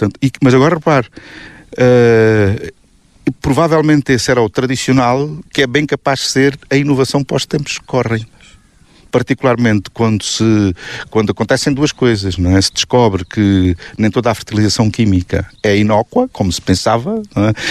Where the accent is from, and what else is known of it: Portugal; born or raised there